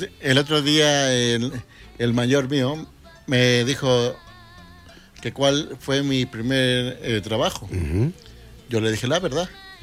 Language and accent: Spanish; Ecuador; moved away as an adult; now in Madrid, Spain; yo era ya del Ecuador